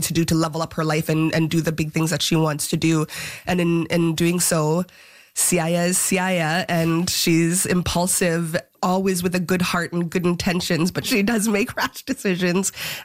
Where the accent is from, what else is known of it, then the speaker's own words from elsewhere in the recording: Igloolik, Nunavut, Canada; moved away; also born or lived in Iqaluit; both in my hometown of Hogloktok, where I grew up, and in Iqaluit.